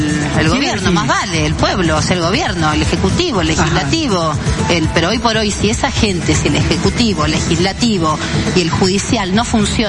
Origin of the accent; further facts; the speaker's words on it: Tres Cerritos, Salta, Argentina; born there; also born or lived in San Lorenzo; Claro, no nací en San Lorenzo, nací en Tres Cerritos. Después sí me fui a San Lorenzo.